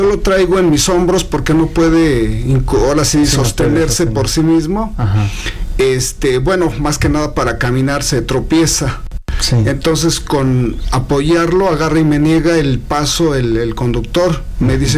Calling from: Toluca, State of Mexico, Mexico; nosotros somos del Estado de México, de Toluca, uh-huh. en un pobladito que se llama San Pablo Utopan, sí. Estado de México.

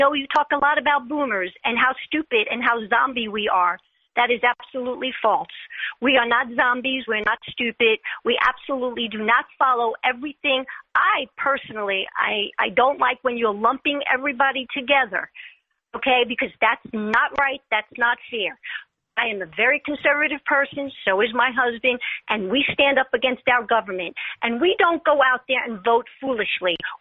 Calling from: New York, United States; I'm from New York.

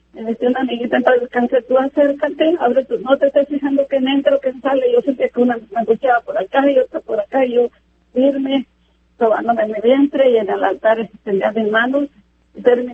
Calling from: Parlier, California, United States; yo aquí vivo en Parlier

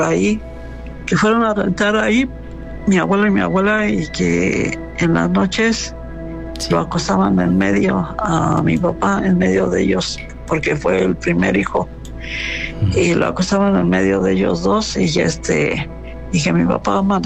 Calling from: Mexico; actualmente ahorita vivo en Minas de Cristo.

